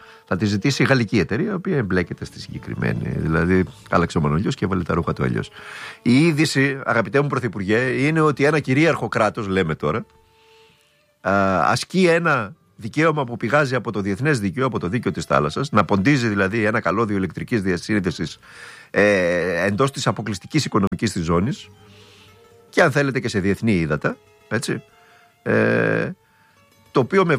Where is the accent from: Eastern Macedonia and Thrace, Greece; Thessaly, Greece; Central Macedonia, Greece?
Central Macedonia, Greece; Thessaloniki; Εγώ, όπως καταλαβαίνεις, είμαι από τη Σαλούγκα, είμαι Σαλονικιός. Ανήκω σε εκείνη τη γενιά των Σαλονικιών